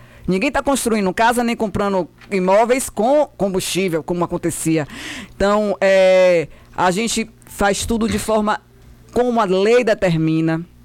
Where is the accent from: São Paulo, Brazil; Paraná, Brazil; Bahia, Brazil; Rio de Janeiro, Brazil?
Bahia, Brazil; Mundo Novo; meu povo de Mundo Novo, povo da minha terra, o povo que eu nasci e me criei, que eu amo essa terra